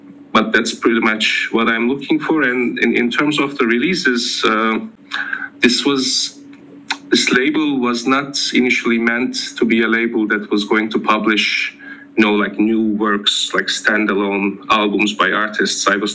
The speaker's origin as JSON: {"language": "English", "region": "Ankara", "country": "Turkey", "also_born_or_lived": "Belgrade, Serbia / Switzerland", "moved": "yes", "lives_now": "Budapest, Hungary", "said": "And I'm from Ankara, Turkey"}